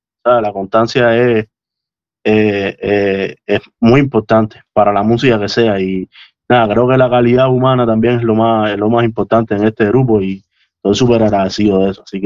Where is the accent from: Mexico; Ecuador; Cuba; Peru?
Cuba; moved away; venimos de Cuba y tal